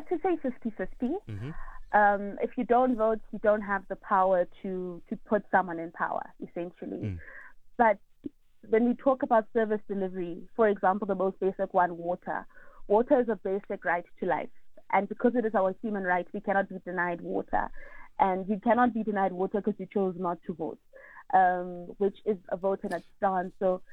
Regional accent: South Africa

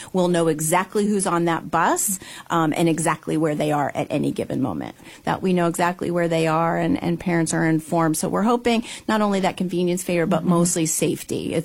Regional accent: Salem, Ohio, United States; moved away as an adult; now in New Philadelphia, United States; I'm from Salem, Ohio.

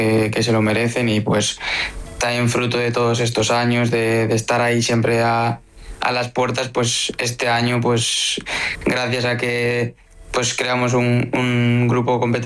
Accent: Pamplona, Navarre, Spain; now in Pontevedra, Spain; No, en Galicia y en Pamplona, de donde vengo, pues el clima es un poco más fresquillo, pero bueno.

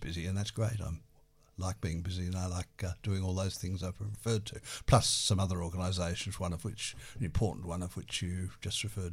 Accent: Hobart, Tasmania, Australia; also born or lived in Oxford; I went to performances of the … when I grew up in Hobart.

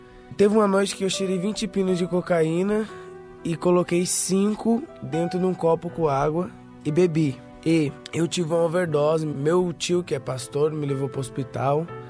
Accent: São Bernardo do Campo, São Paulo, Brazil; sou de São Bernardo do Campo.

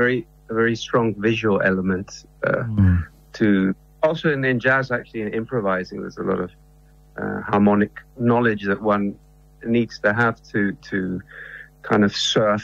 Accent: Spain; So I grew up in Spain. My mother's English, though, hence the accent.

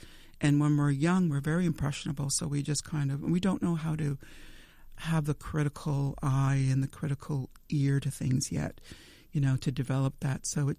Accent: Temagami, Ontario, Canada; Yeah, when I grew up in Temagami, in Northern Ontario, but I think this is true for all across Canada, really

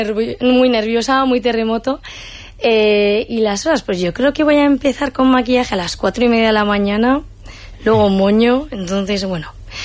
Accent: Hondarribia, Basque Country, Spain; son las fiestas de mi pueblo

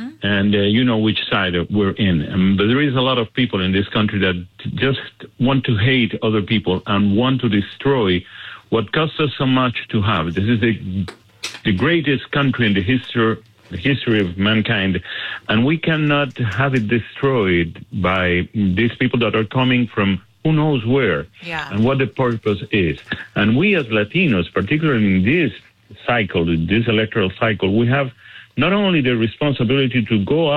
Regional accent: Colombia; now in United States; I had to leave my country. I'm from Colombia

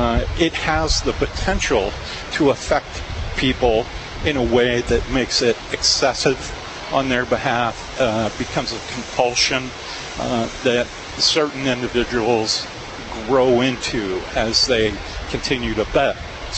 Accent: St. Louis, Missouri, United States; And I grew up in St. Louis, so I've been a Cardinal fan my entire life. It's assigned to you at birth when you grow up in St. Louis and you're born there.

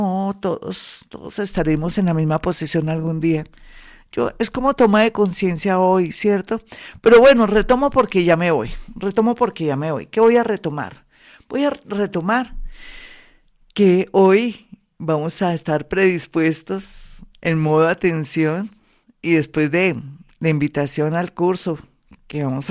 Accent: Colombia; todo lo que somos los colombianos, músicos, no terminaría, como los hay en todas partes, pero es que Colombia es Colombia.

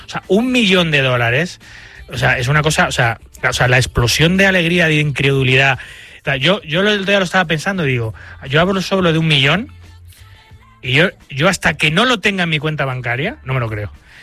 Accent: Spain; Como español, tú en Estados Unidos presentas tu tarjeta fiscal española o tu residencia en España.

